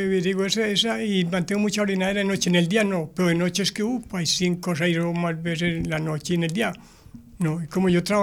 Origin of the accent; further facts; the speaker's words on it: Don Matías, Antioquia, Colombia; Vengo de la Don Matías.